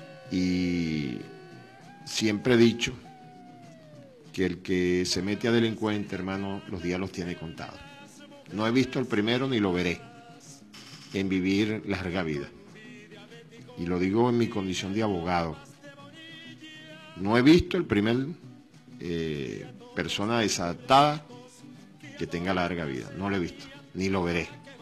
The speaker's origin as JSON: {"language": "Spanish", "country": "Venezuela"}